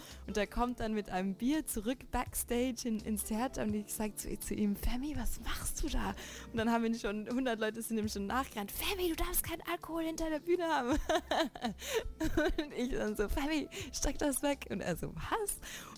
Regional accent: Austria; now in London, United Kingdom; wie das so war, als eine der einzigen People of Color in einem winzigen Dorf in den Bergen von Österreich aufzuwachsen.

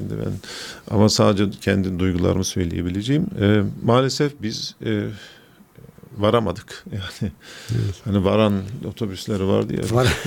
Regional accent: Nuremberg, Bavaria, Germany; Ama ben şimdi dersen, evet ben bir Nürnberg'liyim ama bir Alman mıyım? Hayır değilim.

